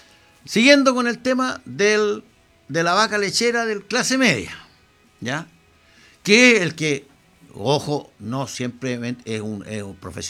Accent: Chaulinec Island, Los Lagos, Chile; born there; Yo, el año 61, cuando yo nací en la isla de Chaulinec, era pobre.

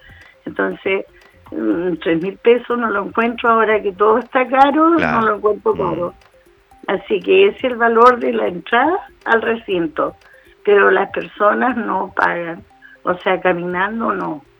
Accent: Los Lagos, Chile; somos la gente de Río Blanco

